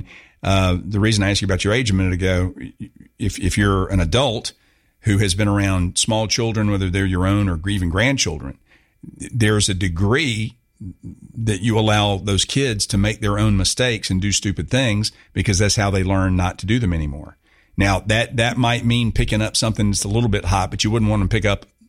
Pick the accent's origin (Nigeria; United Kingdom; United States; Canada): United States; I'm an American.